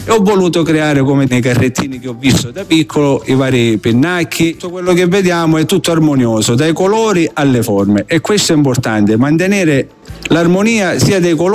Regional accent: Ribera, Sicily, Italy; born there; raccontando la storia del mio paese. Infatti ho voluto mettere al centro, ho pitturato il simbolo di Ribera, la torre, con San Nicola che è il nostro patrono

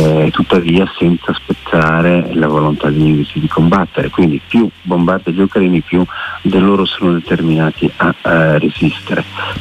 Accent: Milan, Lombardy, Italy; Da milanese mi è familiare questa parola.

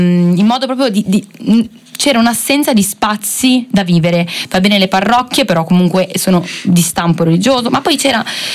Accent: Saronno, Lombardy, Italy; born there; moved away; io me ne sono andata da Saronno

